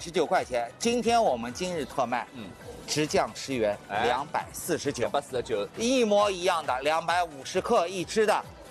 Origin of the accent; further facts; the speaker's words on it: Shanghai, China; 阿拉上海人讲，